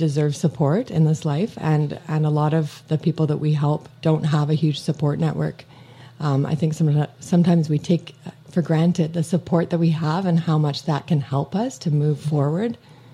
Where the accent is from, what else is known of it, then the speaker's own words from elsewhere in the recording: Vancouver, British Columbia, Canada; moved away as an adult; now in Okanagan, Canada; I'm fairly new to the Okanagan. I'm from Vancouver.